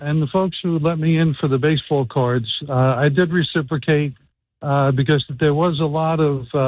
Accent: Hazlet, New Jersey, United States; now in Old Bridge, United States; the childhood home I grew up in Hazlitt.

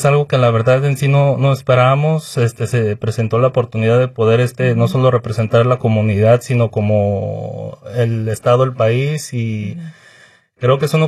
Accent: Berwyn, Illinois, United States; En sí, yo soy de Berwyn, allá vivo

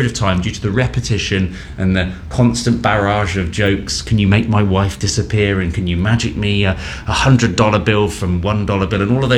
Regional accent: United Kingdom

